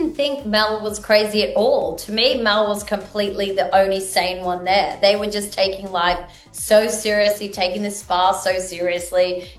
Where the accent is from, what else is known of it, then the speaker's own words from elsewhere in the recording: Perth, Western Australia, Australia; yeah, I'm a more of a Bogan than you. I'm from Perth. I'm West. West is best